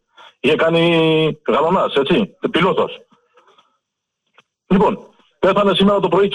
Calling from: Varkiza, Attica, Greece; είμαι από Βάρκιζα.

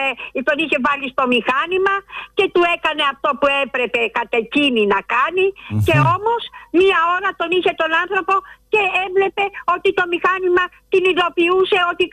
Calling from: Nea Ionia, Greece; Εγώ είμαι από Νέα Ιωνία

